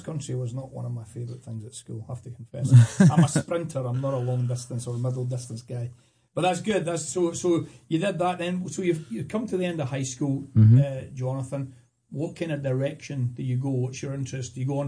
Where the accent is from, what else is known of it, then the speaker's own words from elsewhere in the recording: Scotland, United Kingdom; now in United States; for me as a Scotsman since I came here, understanding the way America's supposed to work and then the way America actually works.